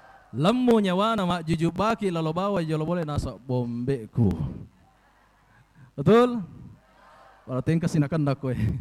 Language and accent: Indonesian; Belawa, South Sulawesi, Indonesia; now in Pinrang, Indonesia; Saya ini Pak Ibu, saya asli orang Belawa. Sudah 15 tahun tinggal di Pinrang.